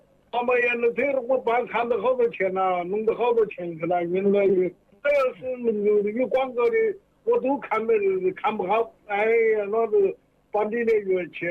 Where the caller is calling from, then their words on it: Jingmen, Hubei, China; 我金门城关的。